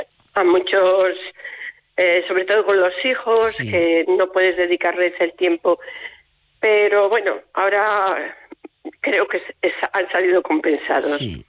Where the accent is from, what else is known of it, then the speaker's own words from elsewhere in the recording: Salamanca, Castile and León, Spain; moved away as an adult; also born or lived in Vitoria; now in La Rioja, Spain; soy salmantina.